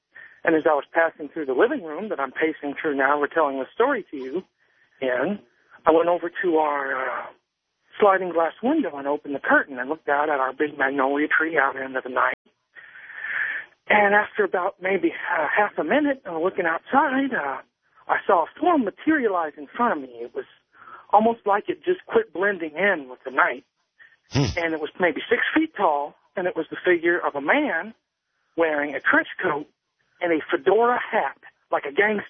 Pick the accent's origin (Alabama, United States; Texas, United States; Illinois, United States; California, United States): Texas, United States; Dallas; But I'm from Dallas, Texas, and I live with my grandparents in an old house.